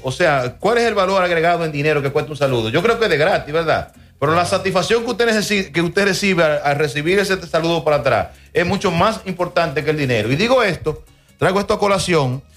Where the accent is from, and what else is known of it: Dominican Republic